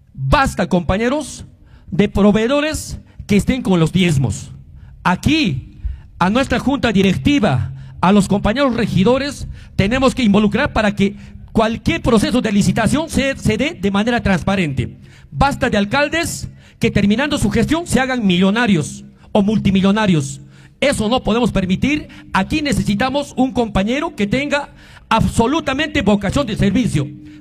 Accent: Chumbivilcas, Cusco, Peru; Yo pongo aquí, propongo ante mi pueblo de Chumivilcas que vamos a brindar oportunidad para todos

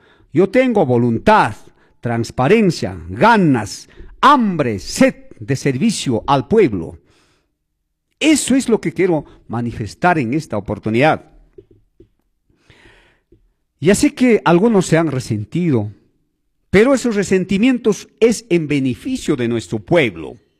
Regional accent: Chumbivilcas, Cusco, Peru; déjame servir a mi Chumivilcas

